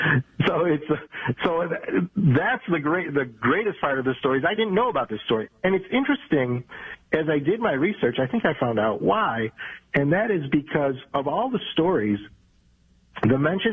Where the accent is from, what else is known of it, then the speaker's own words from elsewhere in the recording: Hamburg, New York, United States; And I'm from Hamburg, New York.